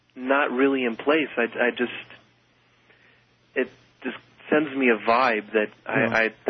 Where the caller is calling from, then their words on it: Waco, Texas, United States; I'm in Waco.